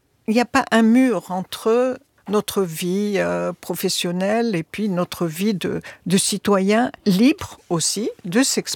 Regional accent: Tunisia; Chez nous, en Tunisie

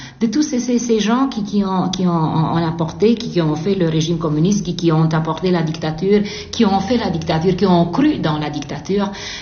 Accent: Romania; moved away as an adult; l'éducation que j'ai eue en Roumanie

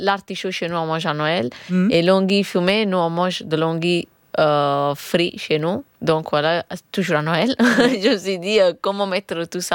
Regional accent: Naples, Campania, Italy; J'ai grandi à Naples, avec ma famille.

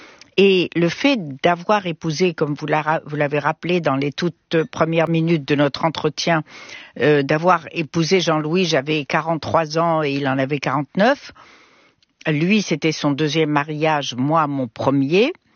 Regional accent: Morocco; En plus, en tant que bonne Marocaine, j'avais peur des chiens.

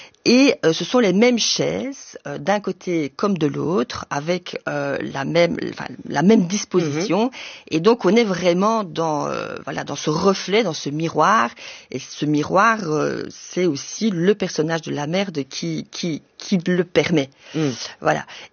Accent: Luxembourg; moved away as an adult; also born or lived in Brussels, Belgium; Disons, oui, je suis née à Bruxelles, d'une mère espagnole, d'un père belge. Ensuite, j'ai grandi au Grand-Duché de Luxembourg et j'ai vécu jusqu'à mes 18 ans.

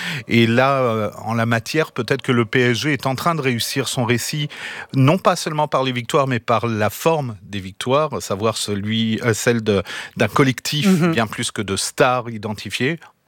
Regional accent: France; moi aussi, je suis Français

